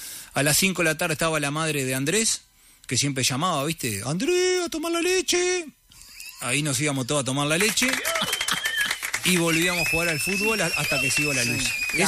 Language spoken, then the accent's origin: Spanish; Montevideo, Uruguay; Nosotros nacimos en Malvin Norte.